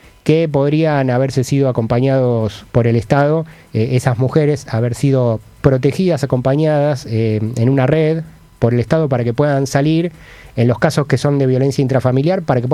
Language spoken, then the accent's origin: Spanish; Argentina